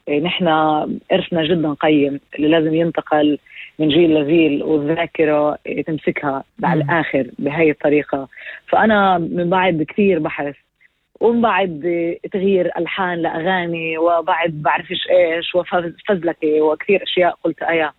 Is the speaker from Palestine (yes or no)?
yes; Palestine